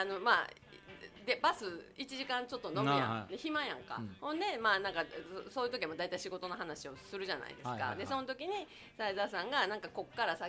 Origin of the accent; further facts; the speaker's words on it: Takatsuki, Osaka, Japan; あのね、まず歌巻っていう、私の地元の高槻っていうところでやってるイベントがあるんです、毎月1回ね。